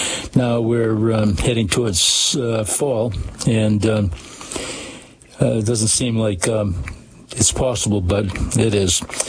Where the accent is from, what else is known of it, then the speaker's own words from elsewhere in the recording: Salem, United States; I grew up in Salem, and it used to always be Wilson Road